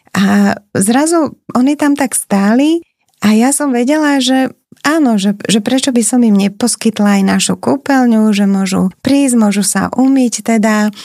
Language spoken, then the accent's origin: Slovak; Bratislava, Bratislava Region, Slovakia; ja som bola doma v Bratislave.